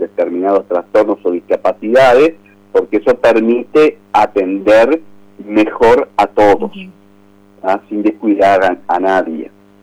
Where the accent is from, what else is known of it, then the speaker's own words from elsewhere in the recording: Paysandú, Uruguay; born there; moved away as an adult; now in Salto, Uruguay; En realidad yo nací en Paysandú, estudié en el ICD de Paysandú